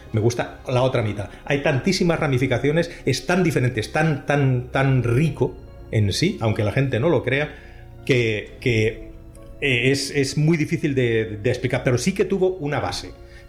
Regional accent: Finland; now in Spain; yo nací en Finlandia, yo me he criado allí, he trabajado, he estudiado allí bastantes años, aunque la mayor parte de mi vida, toda mi vida prácticamente la he vivido aquí en España.

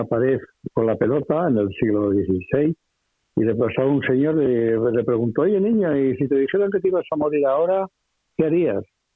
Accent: Valladolid, Castile and León, Spain; now in Madrid, Spain; abandonando mi ciudad natal, que era Valladolid, para venirme aquí a Madrid

